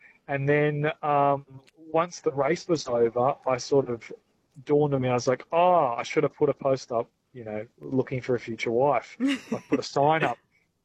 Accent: Perth, Western Australia, Australia; I was from Perth and I worked in FIFO, so it was hard to just even sort of meet people

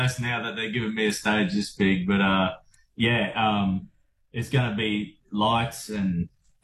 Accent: Australia; I'm an Aussie through and through.

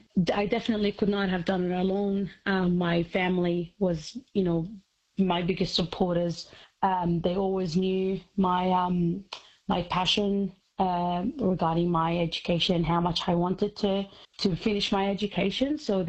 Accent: Syria; also born or lived in Kurdistan; now in Australia; I am originally from Syria. I lived there until 2013 when we had to leave due to the war. And I lived in Kurdistan for 4 years before moving to Australia in 2017.

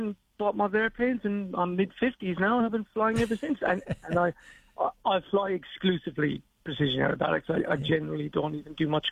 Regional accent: Ireland; For me, my story is I grew up in Ireland, in case you haven't picked it. I grew up in Ireland

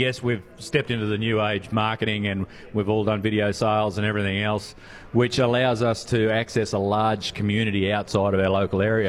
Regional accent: Queensland, Australia; I am a Queenslander.

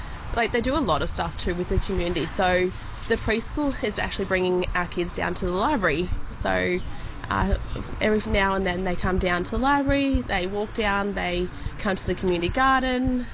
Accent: Werris Creek, New South Wales, Australia; Look, growing up in Werris Creek, we were very lucky.

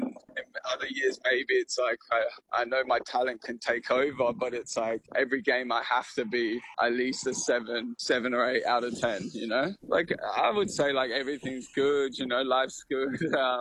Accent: England, United Kingdom; also born or lived in Adelaide, Australia; So for me, like, a bit about my background is obviously I'm an Australian, born in Adelaide, grew up in England.

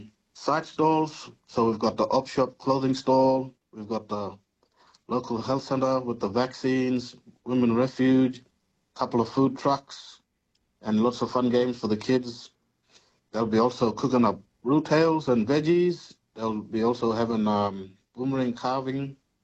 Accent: Tennant Creek, Northern Territory, Australia; I'm a local. I grew up in Tennant

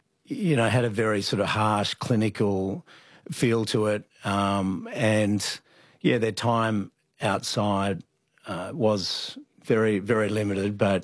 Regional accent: Sydney, New South Wales, Australia; born or raised there

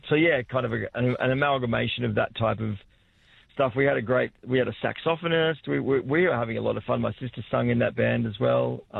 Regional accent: New South Wales, Australia; because I was from Byberra, I didn't even know really what Triple J was. So this coincided with Triple J being simulcast nationally into the region.

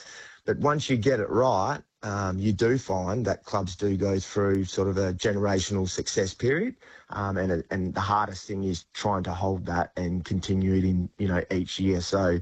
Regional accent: Geelong, Victoria, Australia; born there; I was born in Geelong, so I always fancied Geelong.

